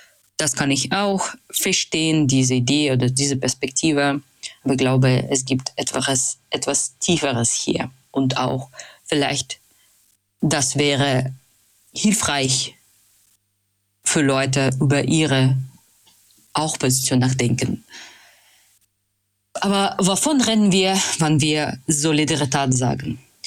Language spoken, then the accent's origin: German; Russia; German is a second language; now in Hamburg, Germany; Ich komme aus Russland, tatsächlich eine Stadt, das hat eine Vollinvasion, Aggression gegen Ukraine gemacht. Ich lebe jetzt in Hamburg